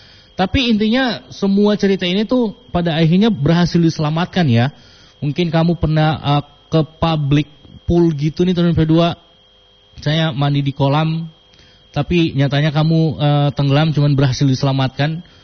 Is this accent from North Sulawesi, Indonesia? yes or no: yes; Manado, North Sulawesi, Indonesia; moved away; warga di sekitaran kampung aku dulu di Manado